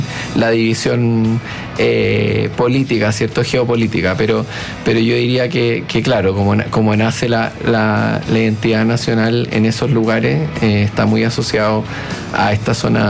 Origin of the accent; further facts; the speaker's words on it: Santiago Metropolitan Region, Chile; born there; Yo nací cerca de Win, hoy día es menos rural que antes, pero tiene muchos pueblitos, localidades cercanas a Santiago. Yo no venía a Santiago, yo no me consideraba parte de Santiago, iba a Santiago, vine a estudiar a Santiago todos los primeros años de la carrera